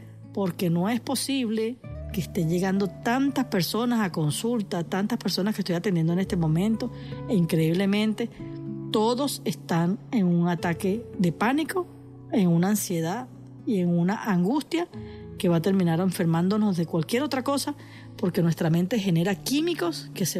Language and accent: Spanish; Venezuela; que nosotros sigamos siendo ese venezolano alegre.